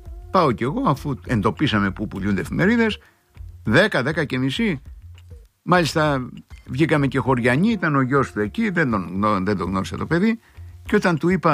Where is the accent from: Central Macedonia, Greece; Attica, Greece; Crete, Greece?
Crete, Greece; όταν εγώ ζούσα στο χωριό μου, εκεί στα ορεινά της Κρήτης στο οροπέδιο, περνούσε κατά τις 3 η ώρα το λεωφορείο που ερχόταν από τη χώρα, δηλαδή από το Ηράκλειο